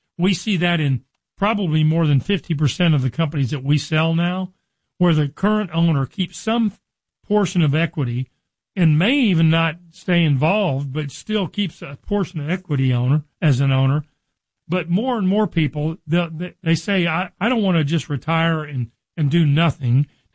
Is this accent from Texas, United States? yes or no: yes; Richardson, Texas, United States; born or raised there